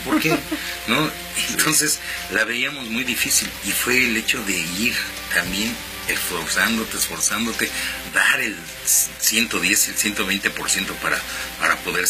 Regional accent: Mexico; y que nosotros como mexicanos, los jugadores mexicanos, no tengan esa misma capacidad.

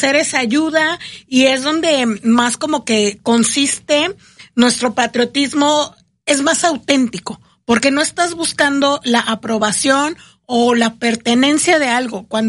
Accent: Mexico; somos mexicanos emocionales, no cívicos.

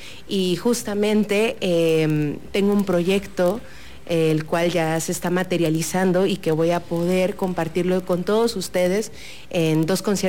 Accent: Tabasco, Mexico

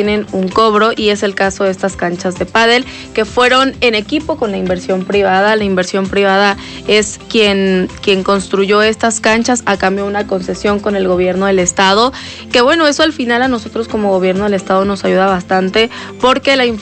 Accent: Puebla, Mexico; porque los parques son de nosotros como poblanos.

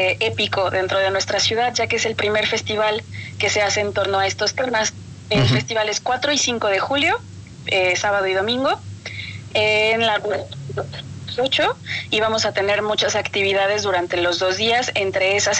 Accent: Mexico; Digo, como mexicanos, la tortilla obviamente forma parte de nuestra cotidianidad

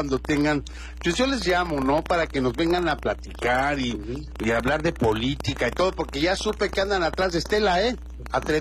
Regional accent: Guerrero, Mexico; Amaría mucho más a los que, como yo, somos orgullosamente indígenas de Guerrero, de la tierra de Guerrero.

